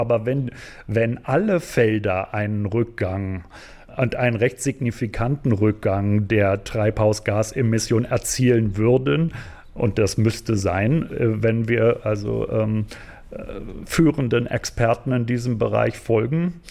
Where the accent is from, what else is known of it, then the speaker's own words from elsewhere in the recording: Berlin, Germany; Also ich bin selber aus Berlin und da wurde halt praktisch erst im Berlin-Brandenburger Raum